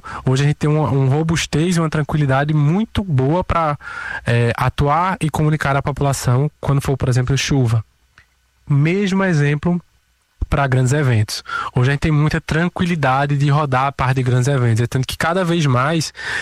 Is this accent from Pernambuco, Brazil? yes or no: yes; Pernambuco, Brazil; now in Recife, Brazil; eu não sou natural de Recife, eu sou do interior do estado. Então, quando eu vim estudar aqui na Universidade Federal